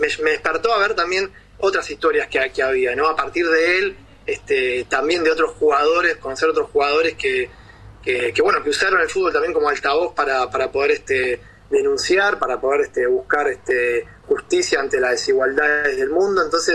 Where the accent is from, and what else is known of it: Argentina